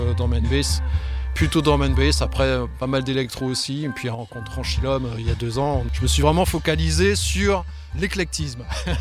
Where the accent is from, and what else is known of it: Guadeloupe; born or raised there; moved away as an adult